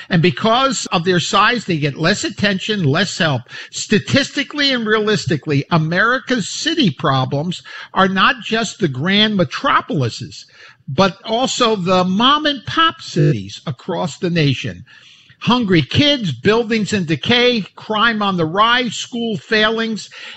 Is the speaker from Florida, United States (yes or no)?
no; New York City, New York, United States; Many of you know that I'm a city boy, born and raised in New York City.